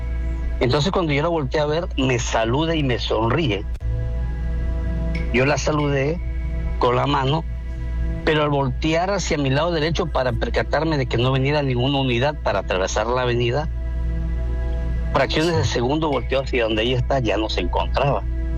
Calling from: Coatzacoalcos, Veracruz, Mexico; De Veracruz, para ser exacto, Coaxacualcos

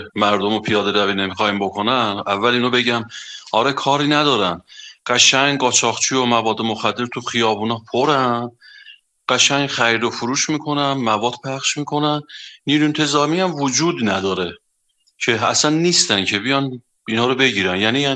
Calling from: Ardabil, Ardabil Province, Iran; من از اردبیلم

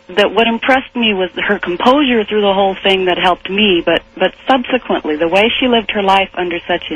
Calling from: Redding, California, United States; from Redding, California, KQMS.

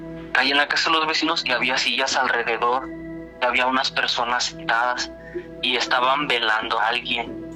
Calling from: San Francisco del Rincón, Guanajuato, Mexico; soy de San Francisco del Rincón, Guanajuato.

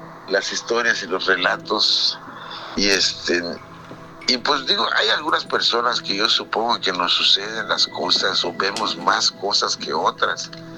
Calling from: Yucatán, Mexico; yo aquí mi tierra es acá en Yucatán

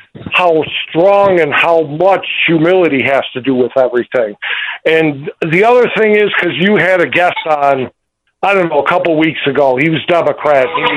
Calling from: United States; I'm actually not from Wilmington. I was passing through there one day when I called you. I'm from Mantino.

